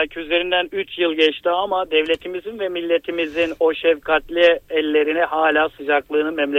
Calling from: Antakya, Hatay, Turkey; Hatay, Antakya'dan arıyorum.

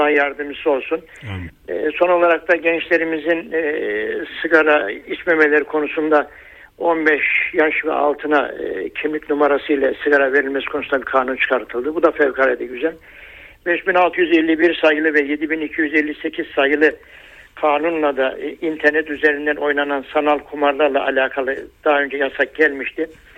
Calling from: Sakarya, Turkey; ben Sakarya'dan.

